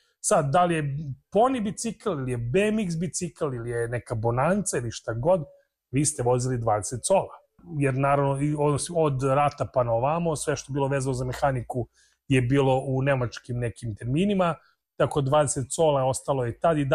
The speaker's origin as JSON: {"language": "Serbian", "country": "Serbia", "said": "mi smo svašta prošli kao narod, ne samo mislim mi kao Srbi, nego bukvalno cela stara Jugoslavija je mislim prošla sve i svašta."}